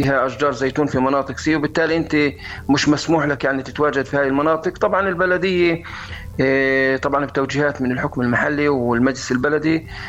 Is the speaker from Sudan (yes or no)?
no; Bruqin, West Bank, Palestine; بالنسبة لنا كفلسطينيين بشكل عام وكأهل بروقين بشكل خاص